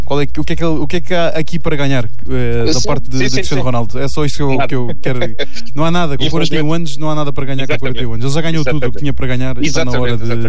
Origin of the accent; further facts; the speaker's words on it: Portugal; com bom sucesso aqui para a nossa seleção, que somos portugueses, portanto, devemos dizer isso à vontade